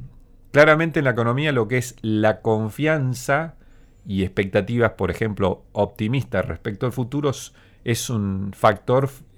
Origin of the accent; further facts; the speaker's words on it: Argentina; para nosotros acá en Argentina